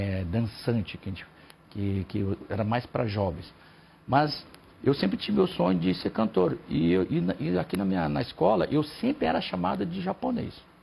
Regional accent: Maringá, Paraná, Brazil; Eu sou nascido em Maringá. E lá na minha cidade tem uma comunidade japonesa muito forte. Uhum. E desde pequeno, né, eu cresci dentro da associação, né, que são os Kaikans

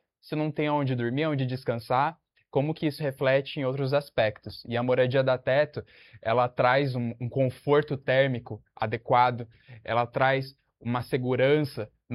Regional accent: São Paulo, Brazil; Eu fui criado na Zona Oeste, região próxima ali de Pinheiros.

